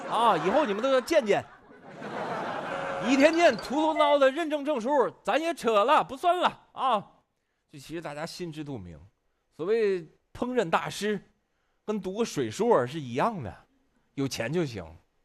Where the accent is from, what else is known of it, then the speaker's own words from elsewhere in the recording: Hebei, China; 我们河北人